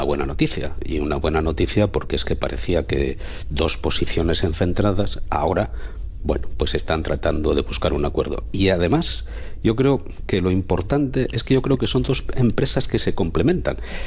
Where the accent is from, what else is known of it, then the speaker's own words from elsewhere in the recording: Langreo, Asturias, Spain; yo estaría encantado como langreano con que eso ocurriera, pero estaría encantado también como asturiano, porque es que eso va a ser desarrollo para Asturias.